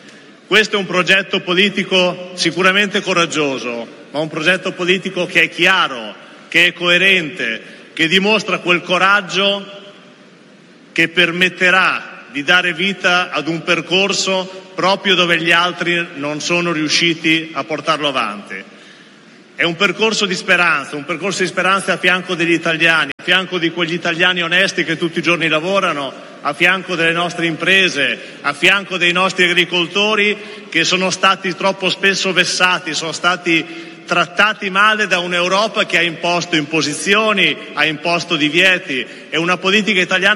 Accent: Modena, Emilia-Romagna, Italy; also born or lived in Ferrara

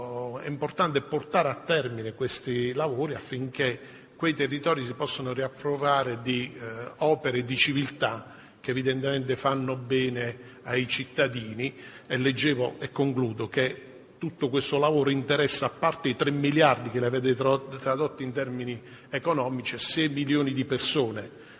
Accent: Basilicata, Italy; io vengo dalla Basilicata

